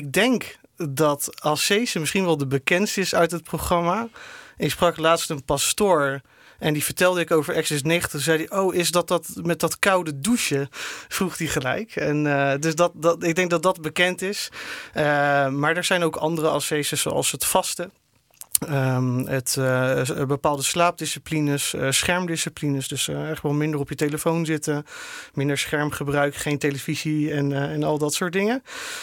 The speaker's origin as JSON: {"language": "Dutch", "town": "The Hague", "region": "South Holland", "country": "Netherlands", "moved": "as an adult", "lives_now": "Hoeven, Netherlands", "said": "ik woon samen met mijn vrouw Anouk en onze twee kinderen sinds kort eigenlijk in Hoeve. Ik kom oorspronkelijk uit Den Haag, dus ik ben nog aan het landen in het mooie Brabant."}